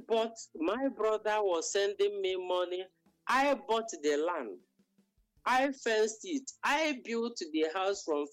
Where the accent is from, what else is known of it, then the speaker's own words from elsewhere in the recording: Ezeagu, Enugu State, Nigeria; We are from Amankwowi.